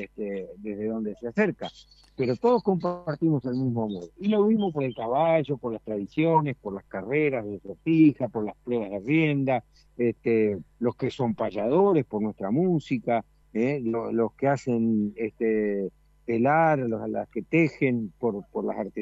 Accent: Lobos, Buenos Aires Province, Argentina; moved away as an adult; now in Roque Pérez, Argentina; Yo soy nacido y criado en Lobo, pero ahora hace unos años que estoy radicado en Roque Pérez.

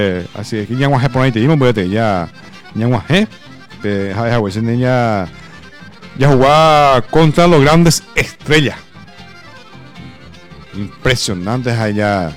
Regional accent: Paraguay; O sea, sé como paraguayo. Me sentí muy orgulloso de nuestra selección paraguaya.

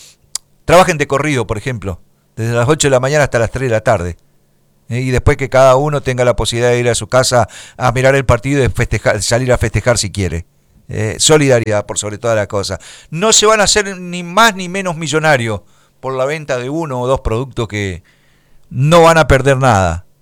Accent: Argentina; somos nosotros los argentinos

